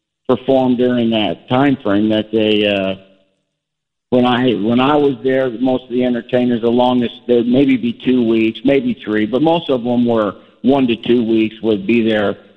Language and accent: English; Kalamazoo, Michigan, United States; now in Las Vegas, United States; raised, I think, maybe about an hour and a half drive from Chicago in Kalamazoo, Michigan.